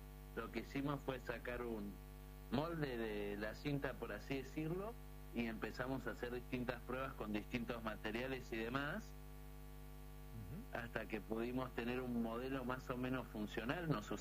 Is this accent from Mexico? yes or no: no; Mar del Plata, Buenos Aires Province, Argentina; pensar que somos dos chicos de Mar del Plata de 20 años que lo inventamos en un garage.